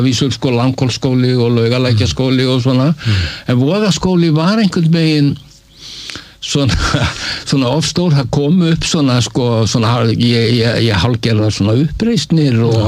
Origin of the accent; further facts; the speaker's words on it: Reykjavík, Capital Region, Iceland; þegar ég er sko unglingur svona 14 ára þá flytt ég upp í Breiðholtið og þá ég er svona landnemi á þessum tveimur í þessum tveimur hverfum